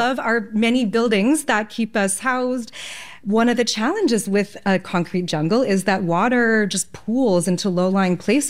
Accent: New York, United States; as a New Yorker

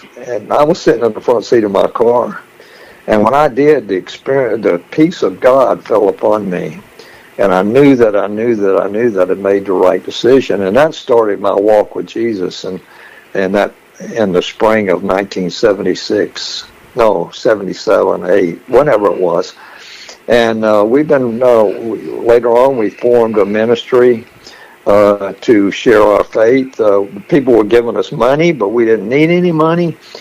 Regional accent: the South, United States; Growing up in the South

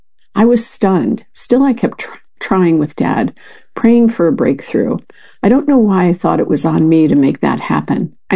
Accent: Nashville, Tennessee, United States; born there; I was born in Nashville, the younger of two kids.

